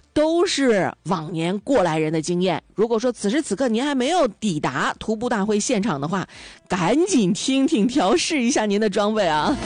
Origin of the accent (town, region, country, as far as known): Dalian, Liaoning, China